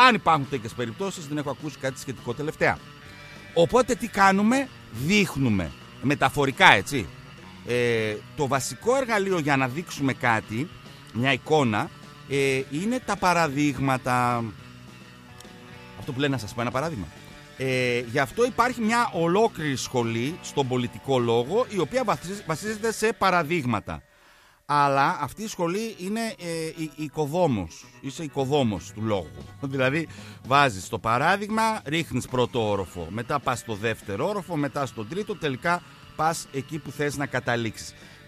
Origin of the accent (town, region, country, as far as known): Greece